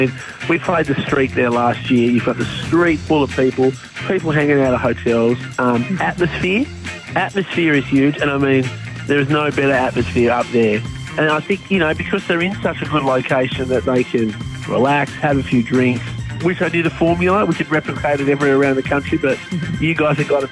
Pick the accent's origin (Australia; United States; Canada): Australia; I think at heart, we're really Aussie blokes.